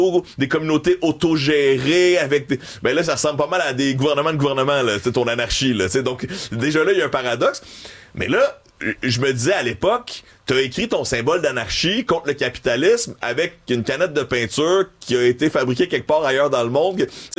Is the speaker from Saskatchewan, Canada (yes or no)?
no; Montreal, Quebec, Canada; born there; moi, je suis né à Montréal